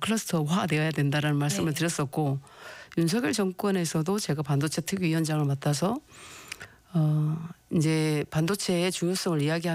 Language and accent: Korean; Honam, South Korea; 제가 무슨 호남 출신이라서 뭐 찬성하고 뭐 이런 게 아니라